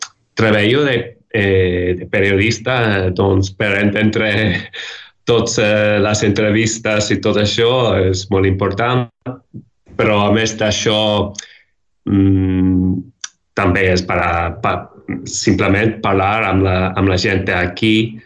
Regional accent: Ireland; Catalan is a second language; now in Barcelona, Spain; sóc irlandès i visc a Barcelona, al barri de Sants, fa un any i mig, més o menys.

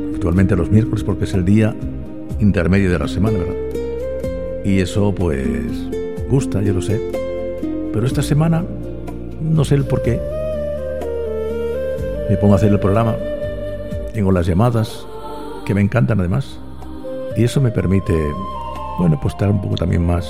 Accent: Region of Murcia, Spain; also born or lived in Barcelona; now in Vigo, Spain; Yo soy de Murcia.

